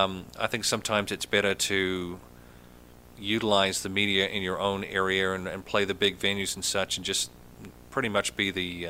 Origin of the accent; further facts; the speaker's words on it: New Zealand; born or raised there